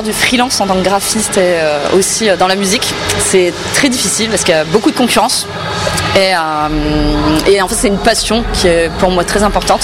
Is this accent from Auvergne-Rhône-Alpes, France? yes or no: no; Lille, Hauts-de-France, France; parce que je suis lilloise